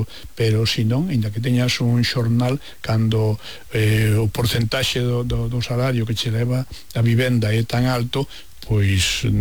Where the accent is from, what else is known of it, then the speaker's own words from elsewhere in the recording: Sober, Galicia, Spain; born there; now in Vigo, Spain; Mire, eu nacín en Vigo, pero nacín en Sober.